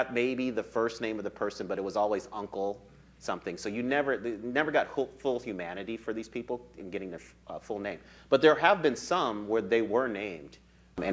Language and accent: English; Denver, Colorado, United States; growing up in Denver